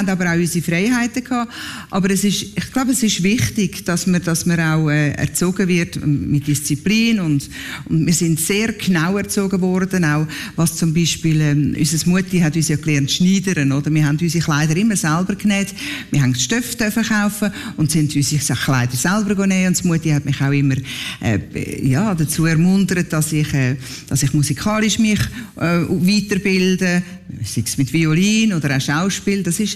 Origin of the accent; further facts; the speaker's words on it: Schwyz, Switzerland; Also wir sind wohlbehütet in Schweiz am Hauptplatz aufgewachsen. Es war vis-à-vis das Rathaus, wir im Patrizierhaus, gerade vis-à-vis.